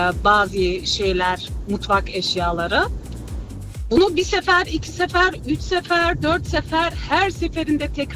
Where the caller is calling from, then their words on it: Stuttgart, Baden-Württemberg, Germany; Merhabalar … Stuttgart'tan.